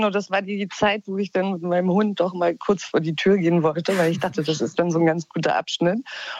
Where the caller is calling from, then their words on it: Berlin, Germany; Ich rufe aus Kreuzberg an.